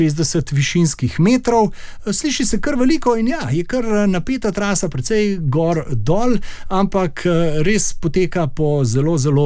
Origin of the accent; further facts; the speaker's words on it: Kamnik, Central Slovenia, Slovenia; ker prihajam iz Kamnika, sem seveda tudi ljubitelj gradov, vsej mali grad Kamničani nosimo v sebi.